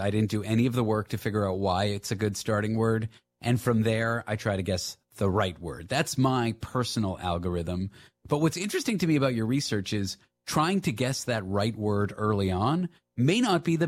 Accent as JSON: {"language": "English", "country": "Canada", "said": "because I am Canadian"}